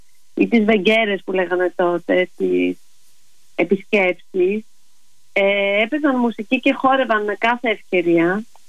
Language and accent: Greek; Paros, South Aegean, Greece; moved away as an adult; Λοιπόν, ναι, εγώ μεγάλωσα στην Πάρο. Η μητέρα μου είναι από τη Σαντορίνη, ο μπαμπάς από την Πάρο, οπότε νιώθω πολύ κυκλαδίτησα.